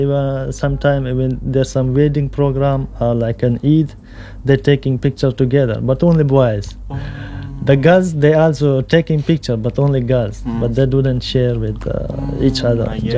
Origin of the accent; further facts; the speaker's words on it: Pashtun areas, Pakistan; English is a second language; moved away as an adult; now in Indonesia; So we are from Pashtun tribe.